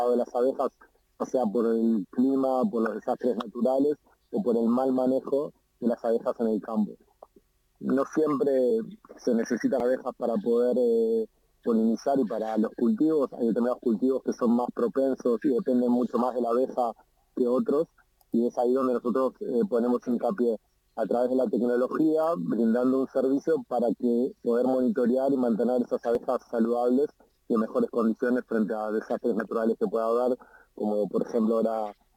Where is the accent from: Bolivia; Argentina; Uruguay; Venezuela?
Uruguay; now in Israel; como uruguayo trabajando por el mundo.